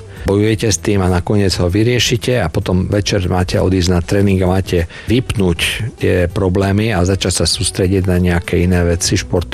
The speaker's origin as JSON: {"language": "Slovak", "town": "Košice", "region": "Košice Region", "country": "Slovakia", "tie": "born or raised there", "said": "Tak ja som Košičan"}